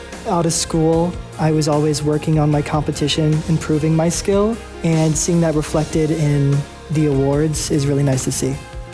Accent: Dryden, New York, United States; I competed in advertisement design, and I am a junior from Dryden who goes to TST BOCE.

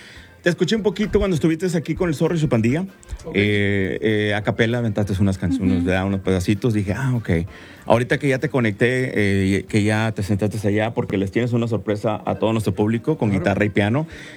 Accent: Tamaulipas, Mexico; Yo soy aquí de Tamaulipas.

